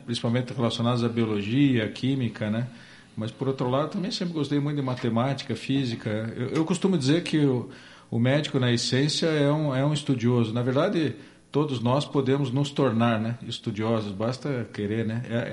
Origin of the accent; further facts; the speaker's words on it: Caçador, Santa Catarina, Brazil; Eu sou nascido em Santa Catarina, uma cidade chamada Caçador.